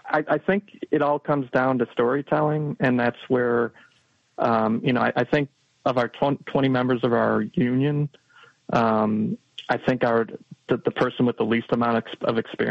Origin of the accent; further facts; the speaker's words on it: Arlington Heights, Illinois, United States; I was raised in Arlington Heights, and I went to Buffalo Grove High School